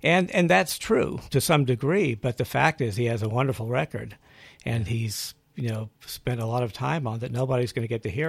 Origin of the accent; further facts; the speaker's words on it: Midland, Texas, United States; I mean, I grew up, I was born in Midland, Texas, Texas.